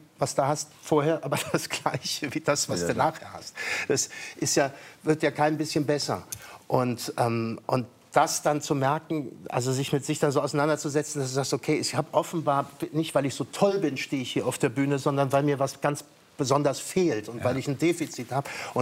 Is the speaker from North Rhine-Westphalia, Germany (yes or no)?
yes; Bonn, North Rhine-Westphalia, Germany; born or raised there